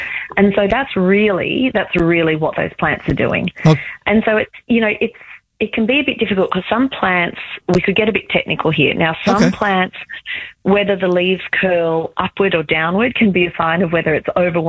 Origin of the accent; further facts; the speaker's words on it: Australia; I am from Australia